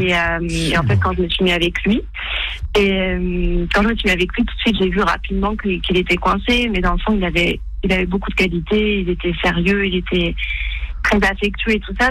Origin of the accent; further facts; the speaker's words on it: France; Oui, je suis française.